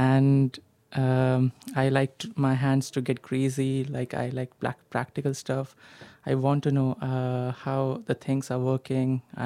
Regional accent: Noida, Uttar Pradesh, India; moved away as an adult; now in Stuttgart, Germany; I'm in India. I'm from Noida. The place is known as Noida. It's not that big, but it is very close to the capital, New Delhi. Mm-hmm. And it's a very good place, to be honest.

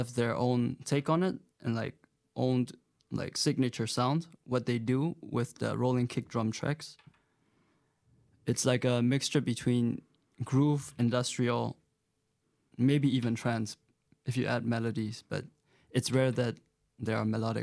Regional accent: Myanmar; moved away; I grew up in Myanmar, so mm-hmm. I always tell people I'm from Myanmar.

